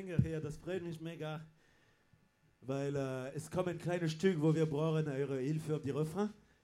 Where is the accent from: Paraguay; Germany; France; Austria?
France; southern France; German is a second language; now in Basel, Switzerland; Und ich komme aus Südfrankreich, wie ihr vielleicht hört.